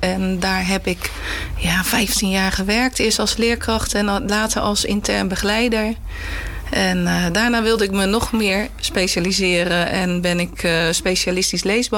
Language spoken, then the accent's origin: Dutch; Fijnaart, North Brabant, Netherlands; ik kom uit Feyenaard, Noord-Brabant.